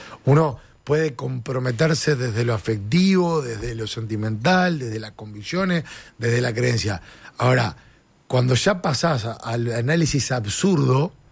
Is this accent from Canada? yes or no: no; Uruguay